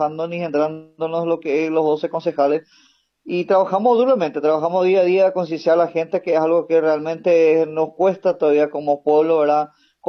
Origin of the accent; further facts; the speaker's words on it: Paraguay; es el momento que nosotros como ciudadanos paraguayos, como pueblos indígenas que somos, tanto en CEP, tanto Sanapaná, llevemos el timón